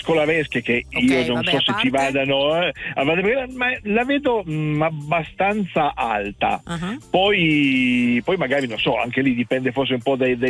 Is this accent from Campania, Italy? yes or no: no; Piedmont, Italy; Provincia di Torino, e difatti ero uno dei tanti che erano al salone nei giorni scorsi.